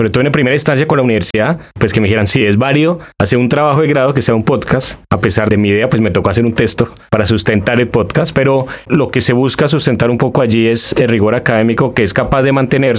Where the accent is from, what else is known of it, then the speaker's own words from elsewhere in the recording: Bogotá, Colombia; pues porque es mi región, yo soy de Bogotá.